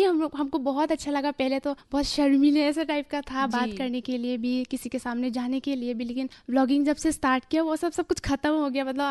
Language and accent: Hindi; Mahur, Assam, India; मैं माहौर से बिलोंग करती हूँ